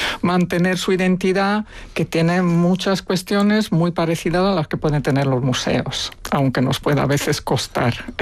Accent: Italy; now in Spain; Italia, que es el país de donde yo vengo

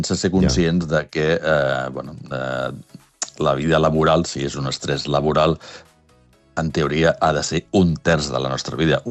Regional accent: Barcelona, Catalonia, Spain; jo soc barceloní

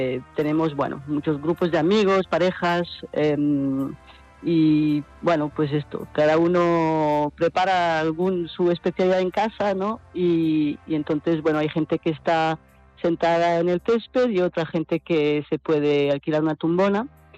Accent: France; Spanish is a second language; moved away as an adult; now in Barcelona, Spain; yo soy francesa

